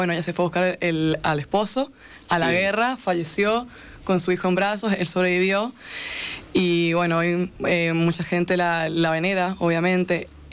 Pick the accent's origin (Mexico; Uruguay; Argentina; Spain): Argentina; San Juan; Todos de San Juan. Producción y elenco somos de San Juan.